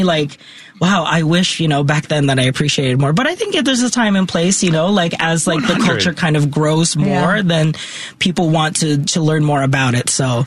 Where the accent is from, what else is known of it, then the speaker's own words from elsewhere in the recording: Philippines; also trying to, you know, assimilate like as a Filipino in a predominantly white school.